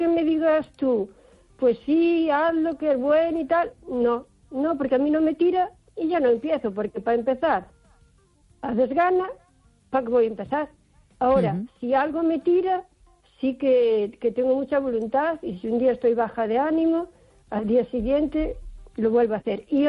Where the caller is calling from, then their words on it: O Carballiño, Galicia, Spain; de Carballiño.